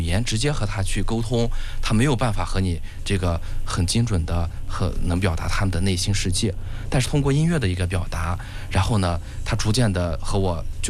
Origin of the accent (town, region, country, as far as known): Ningxia, China